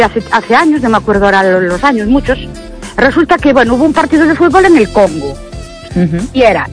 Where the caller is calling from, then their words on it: Ourense, Galicia, Spain; Buenas noches … de Orense otra vez.